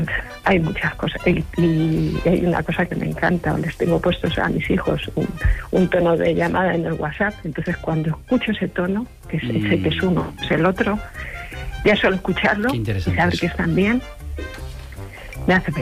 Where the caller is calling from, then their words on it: Ciudad Real, Castilla-La Mancha, Spain; de Ciudad Real.